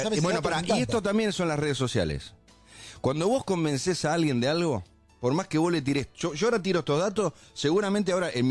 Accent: Argentina; Ahora, yo soy argentino voy, y es más, es un lindo momento.

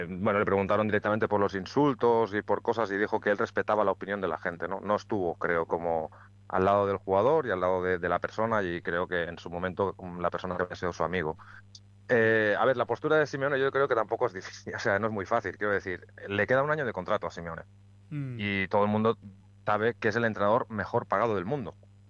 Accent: Barcelona, Catalonia, Spain; Yo soy de Barcelona, amante de Messi.

